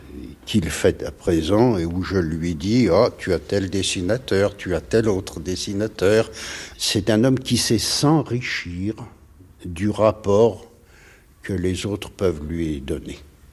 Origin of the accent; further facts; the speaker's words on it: Paris, Île-de-France, France; parce que moi, je suis parisien, et l'URSSAF est dans le Lot.